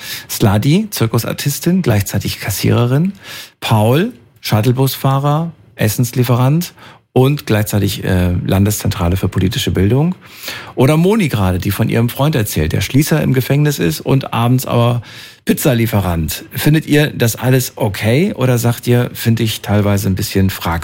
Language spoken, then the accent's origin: German; Frankfurt, Hesse, Germany; Ja, ich bin ja ein Frankfurter eigentlich.